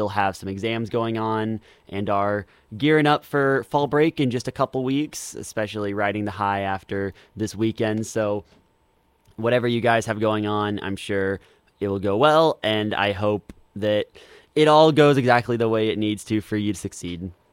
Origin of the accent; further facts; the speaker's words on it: Indiana, United States; Central Indiana.